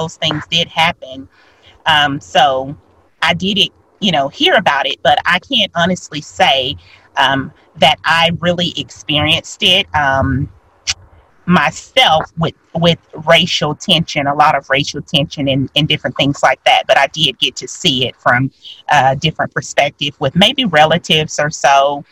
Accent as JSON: {"language": "English", "town": "Newton", "region": "Mississippi", "country": "United States", "tie": "born or raised there", "moved": "yes", "lives_now": "Chattanooga, United States", "said": "Newton, Mississippi is a very small town. It one high school. When I moved to Chattanooga, I was overwhelmed with the amount of schools that they had. But Newton, Mississippi, everybody went to the same high school. It's a little small town that I started out with elementary school."}